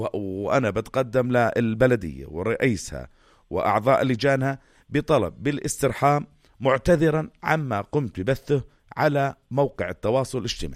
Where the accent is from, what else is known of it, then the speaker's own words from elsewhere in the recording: Jordan; عندنا بالأردن